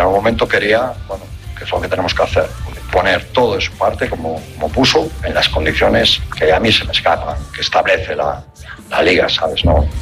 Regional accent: Galicia, Spain; yo soy gallego, sé lo que es llover

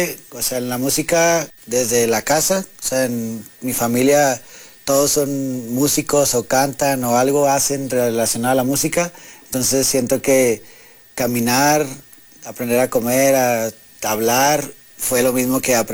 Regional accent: Monterrey, Nuevo León, Mexico; moved away as an adult; now in Mexico City, Mexico; la primera vez que salí de Monterrey para acá a la ciudad, mi depa estaba vacío

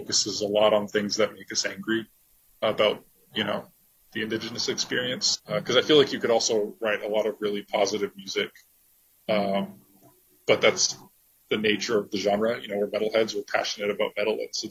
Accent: Akutan, Alaska, United States; I'm from Akutan, which is a village in the Aleutians on Akutan Island. That's where I grew up most of my childhood, so that's where, you know, that's home for me.

